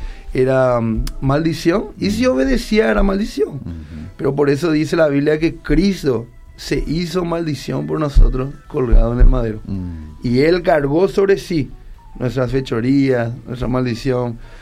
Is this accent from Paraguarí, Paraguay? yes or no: no; San Antonio, Central, Paraguay; Yo soy de San Antonio, entonces a veces estoy un poco más lejos de lo que es la zona Asunción.